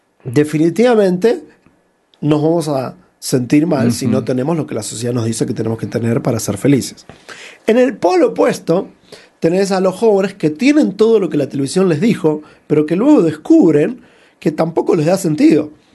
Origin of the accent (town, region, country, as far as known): Argentina; moved away as an adult; also born or lived in California, United States; now in United States